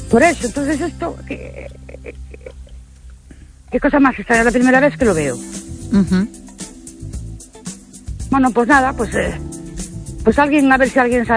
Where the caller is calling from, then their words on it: Ourense, Galicia, Spain; de Ourense.